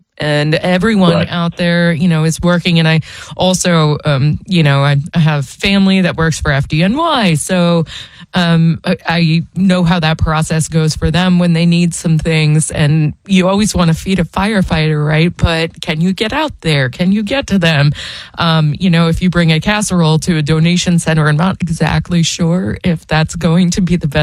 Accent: New York, United States; I mean, I grew up in New York, right? And I saw that during 9/11.

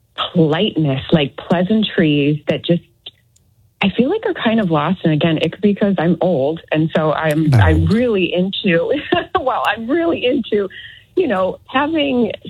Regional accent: New York, United States; He had some ties here and I do too. I'm from New York.

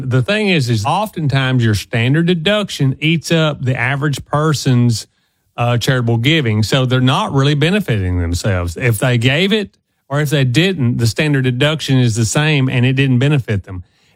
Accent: the South, United States; accent: Southern

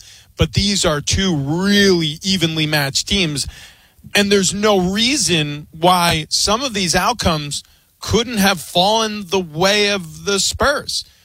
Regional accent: New York, United States; And I grew up in New York. I grew up a Knicks fan.

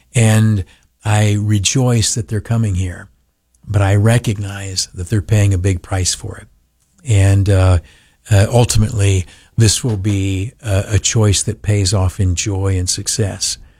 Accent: New York, United States; I'm too old. My roots are too deep. I'm a New Yorker in every conceivable way. I'm not going anyplace.

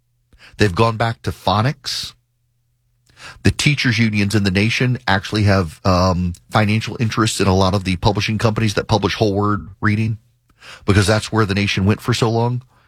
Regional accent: Louisiana, United States; also born or lived in overseas

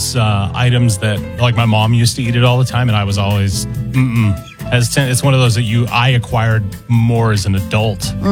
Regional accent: England, United Kingdom; moved away; Loved growing up in England.

